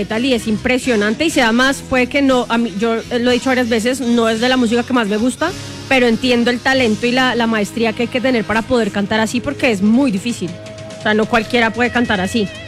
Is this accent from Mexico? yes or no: no; Bogotá, Bogotá Capital District, Colombia; Claro que sí, es que como bogotanos tenemos que sentirnos muy orgullosos.